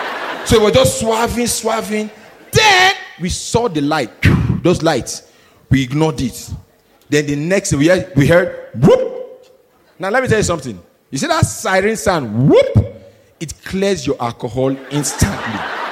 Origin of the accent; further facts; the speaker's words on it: Nigeria; I'm Nigerian.